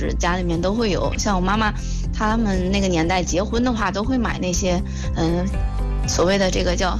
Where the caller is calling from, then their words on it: Tangshan, Hebei, China; 我来自河北唐山啊、